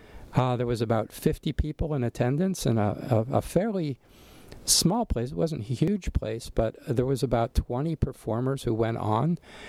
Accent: Allentown, Pennsylvania, United States; now in Kona, United States; Coming to you once again from the Lehigh Valley, specifically Allentown, Pennsylvania, from my hometown, where, you know, I've come to visit. Now, been in town for better part of a month with about 3 weeks to go.

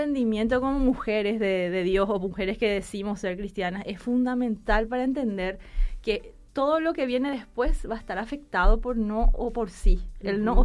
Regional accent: Argentina; born there; also born or lived in Brazil; Mi mamá creció en Argentina, yo nací en Argentina. Uh-huh. Después se enamoró de un brasilero, se fue a Brasil, ¿verdad?

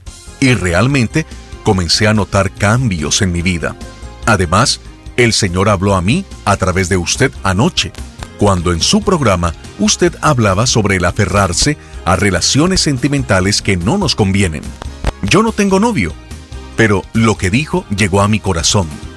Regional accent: Riobamba, Chimborazo, Ecuador; soy de Ecuador, de la provincia Chimborazo, Cantón Riobamba, Parroquia Veloz.

